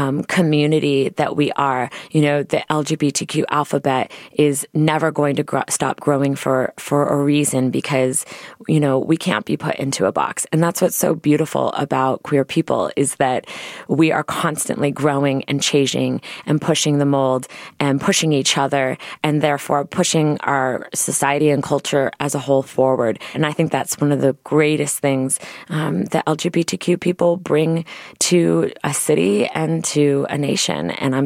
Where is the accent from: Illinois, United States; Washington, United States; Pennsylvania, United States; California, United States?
Illinois, United States; Chicago; as a Chicagoan and as a queer Chicagoan in the city